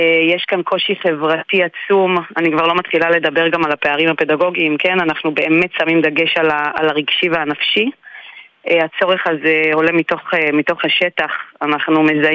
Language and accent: Hebrew; Kiryat Shmona, Northern District, Israel; אוקיי, אני ילידת קריית שמונה, אז אני מרגישה כאילו מעולם לא עזבתי, כי אני גם בוגרת בית הספר. אני בת 47